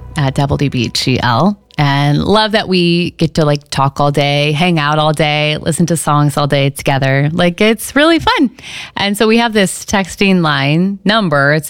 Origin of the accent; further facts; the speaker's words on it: United States; Well, I did. I grew up near the Wabash River. I needed an ocean.